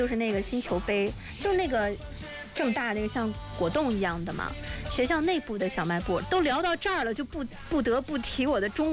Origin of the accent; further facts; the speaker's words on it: Korla, Xinjiang, China; moved away; 我小的时候在库尔勒，我跟大家讲过我在南疆长大的嘛